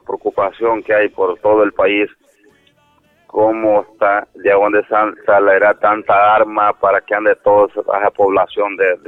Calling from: Valle, Honduras; Estoy aquí, ya estoy llamando aquí de Valle

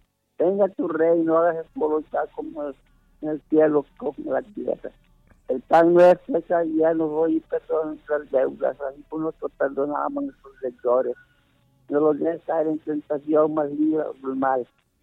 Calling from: Santa Cruz de Yojoa, Cortés, Honduras; Aquí le estamos hablando de Santa Cruz de Yojoa

